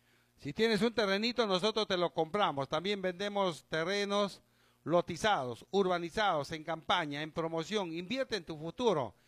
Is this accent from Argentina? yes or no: no; Peru